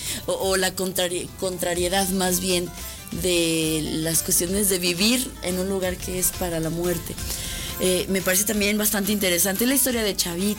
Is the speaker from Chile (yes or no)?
no; Mexico; nosotros, culturalmente hablando, como mexicanos